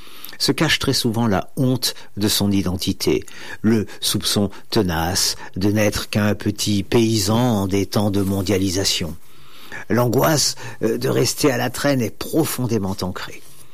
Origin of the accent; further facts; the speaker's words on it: Belgium; Peut-être qu'en tant que Belge, je suis tout simplement plus sensible à ce genre de questions.